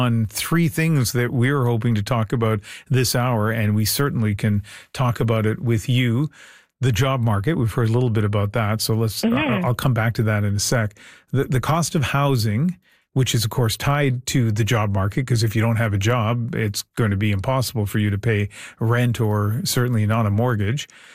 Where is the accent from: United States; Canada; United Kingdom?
Canada; New Brunswick; and I grew up next door in New Brunswick